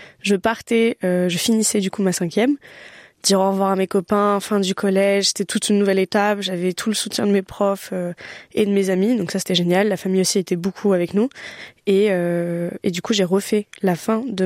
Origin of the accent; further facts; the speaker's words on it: France; je débarque, je suis française, d'origine portugaise, bon ok. Mon portugais c'était un portugais de vacances